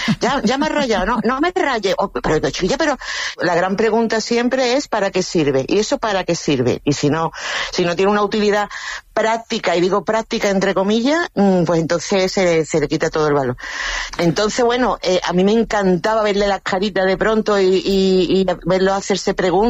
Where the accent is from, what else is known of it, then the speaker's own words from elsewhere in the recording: Seville, Andalusia, Spain; Que somos, éramos de Sevilla, fuimos comprando las casas medio destruidas y las fuimos renovando.